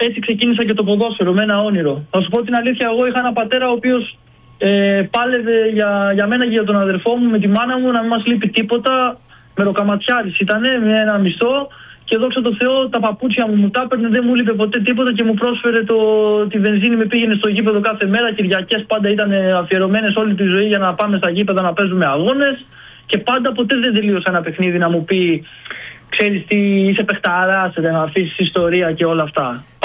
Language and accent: Greek; Larissa, Thessaly, Greece; είμαι Λαρισαίος, μεγάλωσα εκεί.